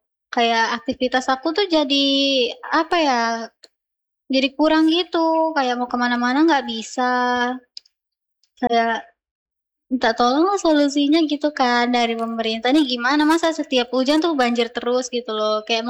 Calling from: North Sumatra, Indonesia; aku orang Pancing nih

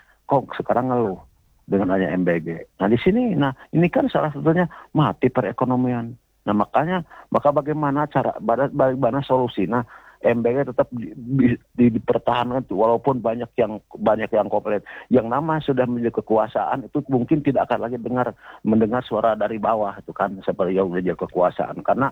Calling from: Bandung, West Java, Indonesia; Saya dari Bandung nih ya.

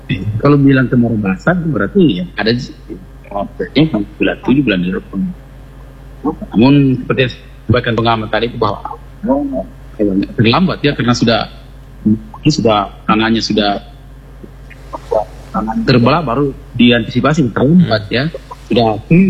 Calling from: South Sulawesi, Indonesia; Di Kabupaten Pintrang, kalau di daerah saya di Kecamatan Lembang ini termasuk ya, kecamatan yang paling parah ya, karena di sini tidak dapat pengairan.

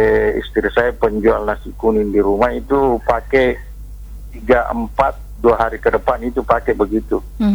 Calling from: Parepare, South Sulawesi, Indonesia

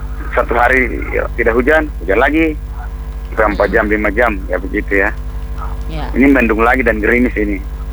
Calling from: Lembang district, South Sulawesi, Indonesia; di daerah saya di Kecamatan Lembang ini

